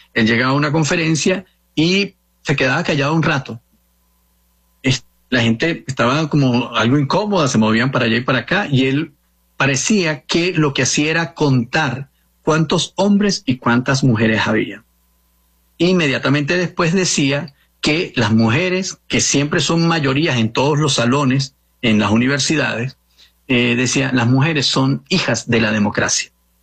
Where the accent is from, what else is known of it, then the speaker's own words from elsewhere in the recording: Venezuela; nosotros como venezolanos que habitamos el país